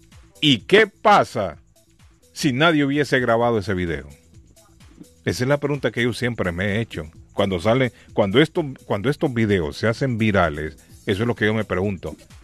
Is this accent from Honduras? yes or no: yes; Honduras; moved away; Pero en mi país, en Honduras